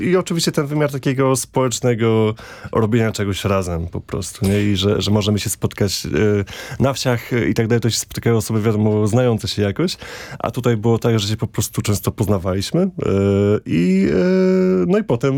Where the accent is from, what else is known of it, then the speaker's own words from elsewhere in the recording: Pomeranian Voivodeship, Poland; no ja jestem z Kaszub, z tego krajobrazu właśnie majowego na Kaszubach